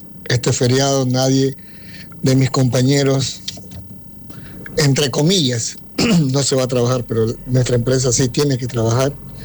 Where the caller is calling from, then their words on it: Guayaquil, Guayas, Ecuador; desde acá de Guayaquil.